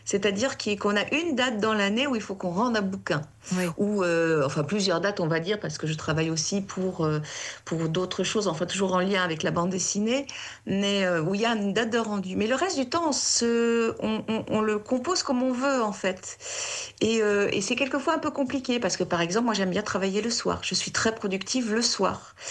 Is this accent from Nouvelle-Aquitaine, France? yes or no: yes; Périgueux, Nouvelle-Aquitaine, France; moved away as an adult; also born or lived in Bordeaux, France; now in Angoulême, France; Je suis née à Bordeaux. J'ai grandi à Périgueux. J'ai fait mes études de nouveau à Bordeaux. Et je me suis installée à Angoulême